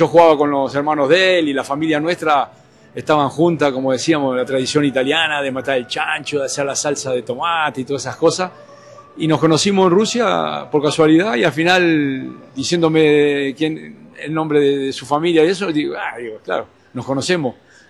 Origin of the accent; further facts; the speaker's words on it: Uruguay; now in Luxembourg; soy de Uruguay, pero estoy viviendo en Luxemburgo.